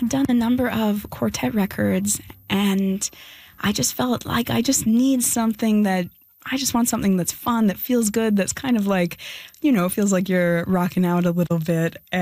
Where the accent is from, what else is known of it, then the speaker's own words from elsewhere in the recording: Canada; I am a Canadian